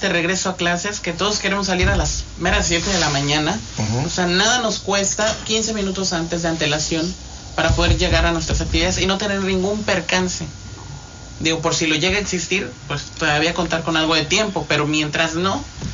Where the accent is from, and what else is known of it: Mexico